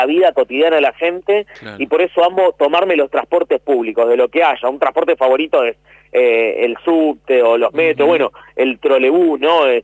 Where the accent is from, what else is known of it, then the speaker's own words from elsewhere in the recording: Argentina; venimos de allá, pero uno termina siendo de acá, ¿no? O sea, claro, como que decís, venimos de Polonia, pero sos argentino. O sea, tenés mucha raíz acá.